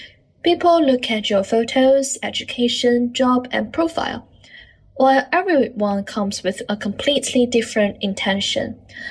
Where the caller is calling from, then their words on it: Shenzhen, Guangdong, China; from Shenzhen.